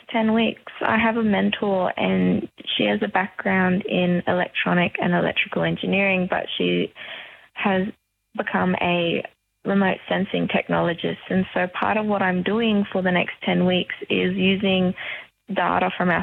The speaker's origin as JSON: {"language": "English", "town": "Broome", "region": "Western Australia", "country": "Australia", "tie": "born or raised there", "also_born_or_lived": "Perth", "said": "I grew up in Broome for a large portion of my life. After I was born in Bulu, Perth, we made the very big journey up the coast of WA"}